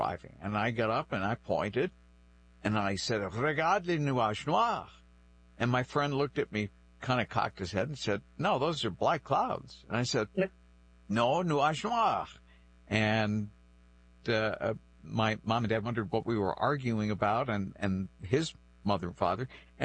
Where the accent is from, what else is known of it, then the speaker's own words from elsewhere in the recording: New Bedford, Massachusetts, United States; born there; first language French; English is a second language; my primary language, not being English, was French. We had a very, very dense Franco-American population in New Bedford at the time, back in the 50s and 60s.